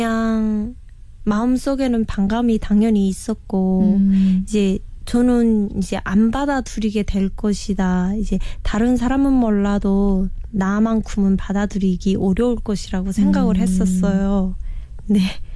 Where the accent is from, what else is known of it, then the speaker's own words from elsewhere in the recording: Kusong, North Pyongan, North Korea; moved away as an adult; also born or lived in China; now in South Korea; 남한 정착 7개월 차 평안북도에서 온